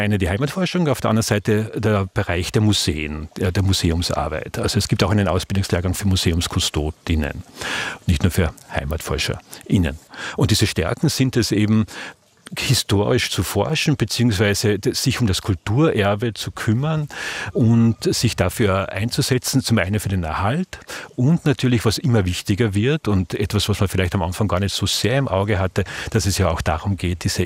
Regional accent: Carinthia, Austria; now in Kremsmünster, Austria; Wir sind ja hier in Oberösterreich und ich bin zugezogen, ich bin Kärntner. Das heißt, das ist jetzt ja auch, was ist meine Heimat? Ich lebe schon ewig in Oberösterreich, gefühlt viel, viel länger, als ich meine Kindheit in Kärnten verbracht habe.

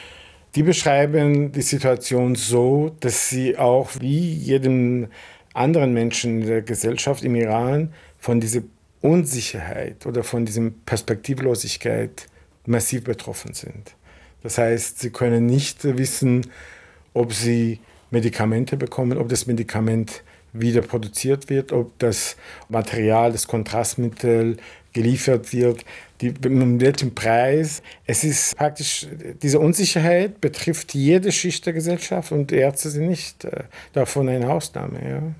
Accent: Vienna, Austria; Wien ist meine Heimat und ich fühle mich als Wiener.

